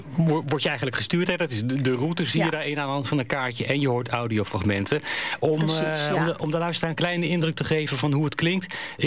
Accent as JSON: {"language": "Dutch", "town": "Delft", "region": "South Holland", "country": "Netherlands", "tie": "born or raised there", "said": "En ik ben geboren en getogen in Delft. Het heeft zich allemaal afgespeeld op plekken waar ik waarschijnlijk al mijn hele leven langs loop."}